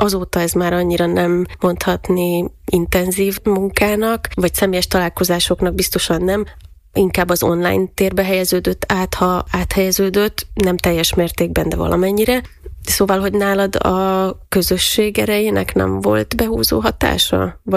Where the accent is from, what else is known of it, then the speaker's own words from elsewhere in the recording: Slovakia; szlovákiai magyarként hamarabb lehet ismerős számunkra ez a város